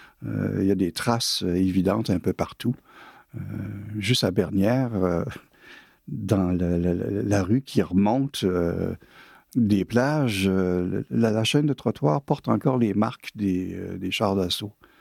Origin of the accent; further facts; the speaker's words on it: Caen, Normandy, France; born there; Bah, j'habite à Caen, je suis né à Caen.